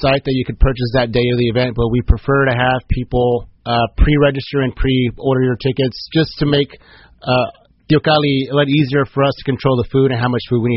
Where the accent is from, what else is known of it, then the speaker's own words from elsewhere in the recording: Jalisco, Mexico; moved away; I'm from Jalisco